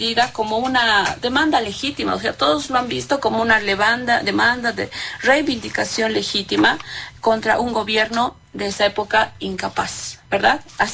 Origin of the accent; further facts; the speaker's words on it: El Alto, La Paz, Bolivia; Yo quiero hacer una comparación porque yo lo he vivido en primera persona, yo soy del Alto, con esta situación que ha pasado en 2003